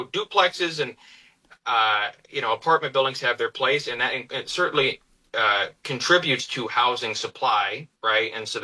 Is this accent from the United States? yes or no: yes; Lyons, United States; I mean, where I grew up in Lyons, you didn't see a house above $100,000 15 years ago.